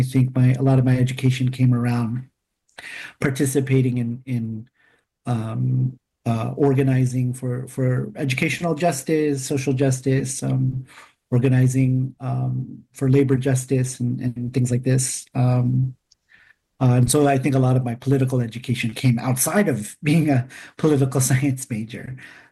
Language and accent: English; Oceanside, California, United States; And so we moved to San Diego County. I grew up in Oceanside, did my undergrad at UCSD, spent a good amount of time, but a good amount of my adult life in San Diego. So I do call San Diego home.